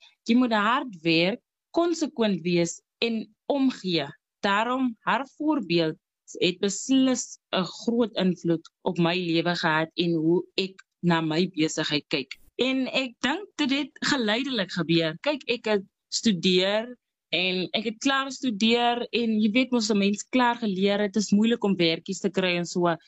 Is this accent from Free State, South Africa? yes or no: no; Upington, Northern Cape, South Africa; Ek is grootgeword in Appington, ook hier gebore, Ek het by my ouma groot geword.